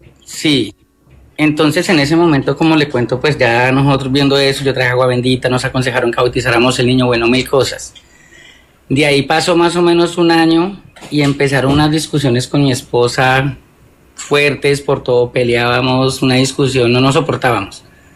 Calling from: Espinal, Tolima, Colombia; acá en el Espinal, nosotros vivimos en el Espinal

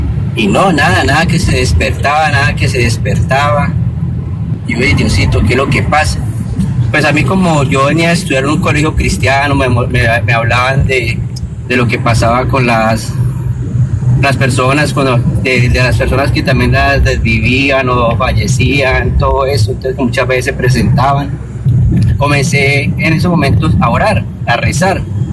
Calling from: Cali, Valle del Cauca, Colombia; Bueno, te hablo de la ciudad de Cali, tengo 46 años.

